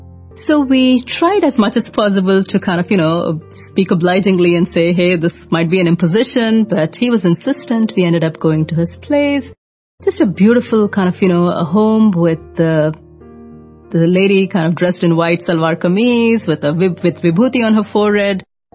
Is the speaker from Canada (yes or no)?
no; Bangalore, Karnataka, India; he said, where are you from? I said, Bangalore.